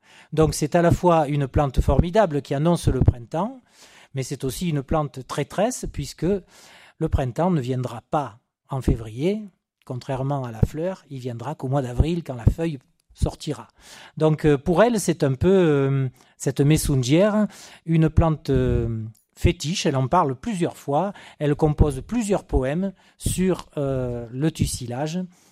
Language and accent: French; Provence-Alpes-Côte d'Azur, France; chez nous en Basse-Provence